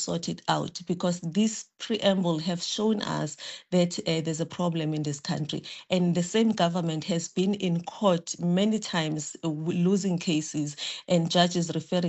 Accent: South Africa; being a South African

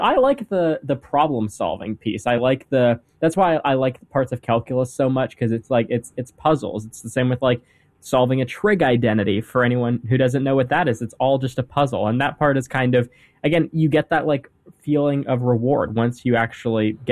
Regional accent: Canada; And that was interesting, just because I'm from Canada, who doesn't know me.

